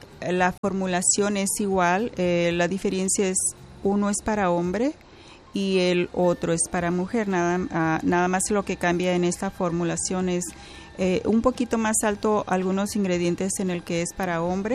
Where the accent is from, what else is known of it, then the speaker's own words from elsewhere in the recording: Culiacán, Sinaloa, Mexico; Yo soy de México, del estado de Sinaloa.